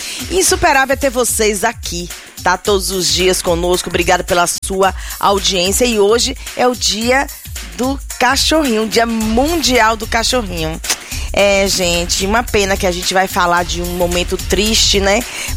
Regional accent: Bahia, Brazil; now in Waltham, United States; como a gente fala lá na Bahia, né?

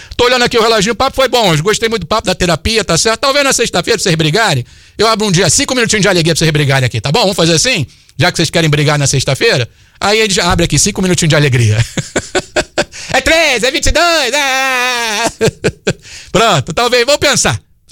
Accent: Rio de Janeiro, Brazil; now in United States; eu sou do Rio de Janeiro, eu ouço essa balela desde 1976

